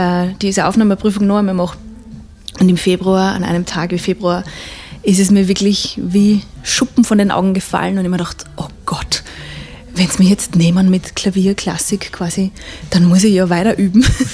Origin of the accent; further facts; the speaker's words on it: Austria; accent: Austrian dialect